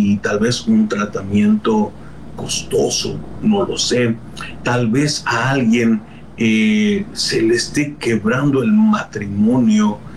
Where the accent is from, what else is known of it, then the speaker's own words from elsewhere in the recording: Mexico; somos los mexicanos muy dados a tener para cada situación un dicho o un refrán